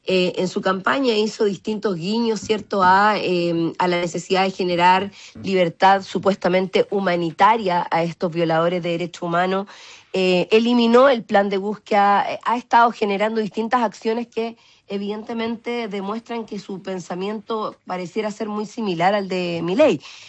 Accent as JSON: {"language": "Spanish", "country": "Chile"}